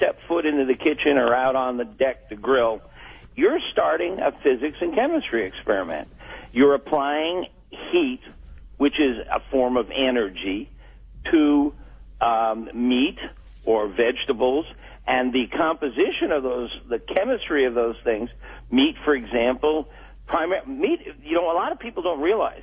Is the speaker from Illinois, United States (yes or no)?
no; Florida, United States; I was raised in Florida. I'm a University of Florida Gator